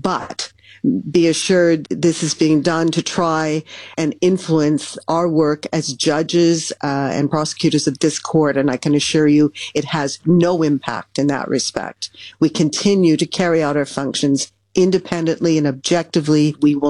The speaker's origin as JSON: {"language": "English", "country": "Canada", "lives_now": "Netherlands", "said": "I'm in the Netherlands as a Canadian, I know that I'm subject to Dutch law"}